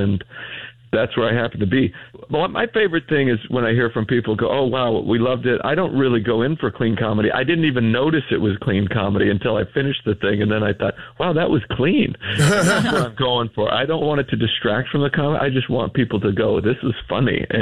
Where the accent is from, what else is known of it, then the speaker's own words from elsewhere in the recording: Idaho, United States; moved away as an adult; also born or lived in Utah; I grew up in a tiny little town in Idaho, a little farming town, a potato farming town in southeast Idaho, about 1,000 people.